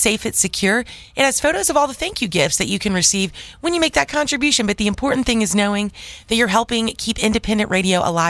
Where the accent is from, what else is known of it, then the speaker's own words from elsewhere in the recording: Roanoke, Virginia, United States; We're in my hometown of Roanoke now on 99.5.